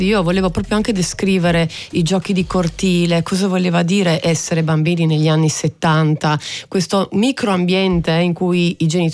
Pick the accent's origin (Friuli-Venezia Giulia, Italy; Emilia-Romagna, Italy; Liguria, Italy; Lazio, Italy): Friuli-Venezia Giulia, Italy; Trieste; accent: Triestine dialect; E poi il triestino, appunto, il mantenimento del nostro dialetto, per me è proprio una sorta di mission.